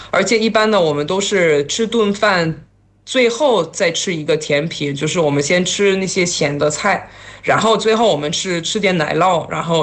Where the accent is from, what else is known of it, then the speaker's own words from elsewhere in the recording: France; Chinese is a second language; now in Shanghai, China; 我作为一个来自我们菜很淡的国家，确实一开始我第一接触的是上海菜嘛，因为我在上海